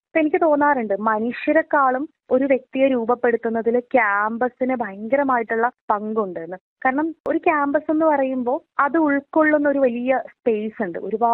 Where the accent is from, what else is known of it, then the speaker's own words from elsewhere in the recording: Vaikom, Kerala, India; moved away as an adult; also born or lived in Ernakulam; ആദ്യമായിട്ടായിരിക്കും മറ്റൊരു ജില്ലയിലേക്ക് ഞാൻ പഠിക്കാൻ വരുന്നത്. വൈക്കത്ത് ഒരു നാട്ടിൻപുറ ഗ്രാമത്തിൽ നിന്നും ആദ്യമായിട്ട് എറണാകുളം പോലെയുള്ള ഒരു മഹാനഗരത്തിലേക്ക്